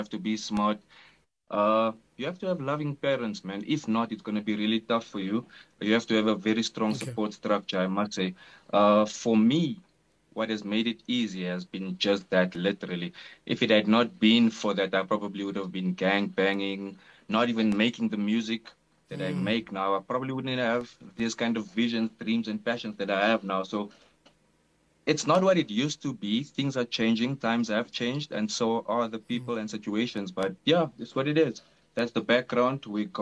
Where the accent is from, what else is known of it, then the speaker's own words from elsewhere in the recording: Johannesburg, Gauteng, South Africa; So that's the picture of El Dorado Park. That's where I grew up.